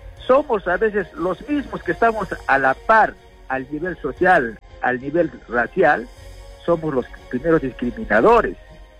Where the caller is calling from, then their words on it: Peru; nos rebaja como peruanos que somos.